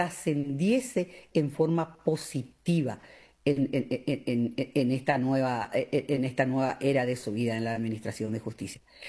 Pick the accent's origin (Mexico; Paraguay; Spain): Paraguay; Qué generosos somos los paraguayos.